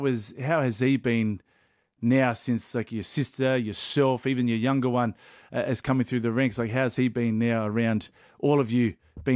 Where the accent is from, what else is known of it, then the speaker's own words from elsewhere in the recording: New South Wales, Australia; All of us from out in Western Sydney. How good is that?